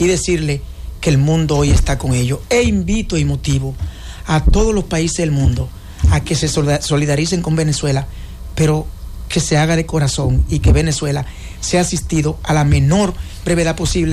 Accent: Dominican Republic; Nosotros como dominicanos nos sentimos muy acongojados.

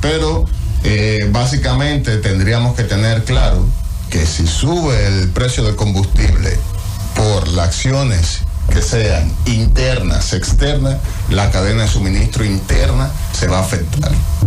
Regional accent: Dominican Republic; Y aquí es que nosotros como dominicanos tendríamos que poner mucho cuidado.

